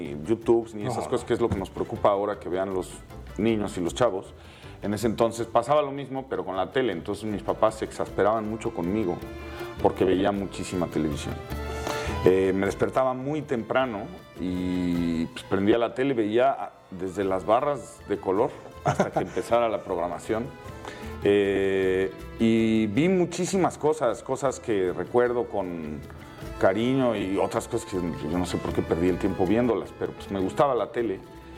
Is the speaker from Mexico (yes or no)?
yes; Mexico City, Mexico; yo nací en la Ciudad de México, soy chilango de cepa. Mi padre es del Estado de México, de un pueblito al pie del volcán que se llama Ozumba, muy cerca de Amecameca. Y mi madre era de Guadalajara.